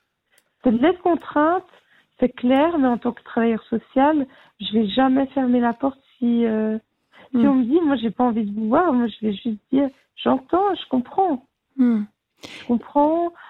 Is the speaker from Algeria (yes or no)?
no; Normandy, France; je suis normande.